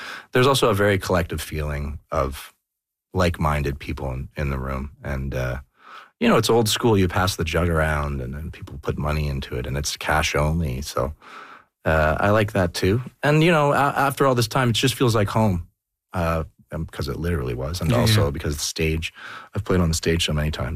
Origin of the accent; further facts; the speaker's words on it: Toronto, Ontario, Canada; You know what? I grew up in Toronto downtown. I took the subway a lot.